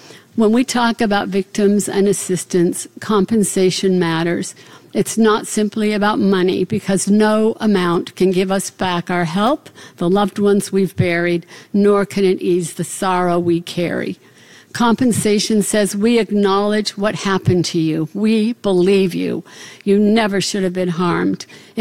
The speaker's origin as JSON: {"language": "English", "town": "Salt Lake City", "region": "Utah", "country": "United States", "tie": "born or raised there", "said": "I grew up in Salt Lake City, Utah, during the years of above-ground testing."}